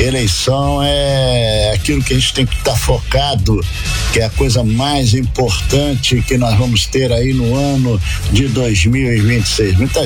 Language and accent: Portuguese; Brazil; nós aqui somos do Brasil e nós torcemos pelo Brasil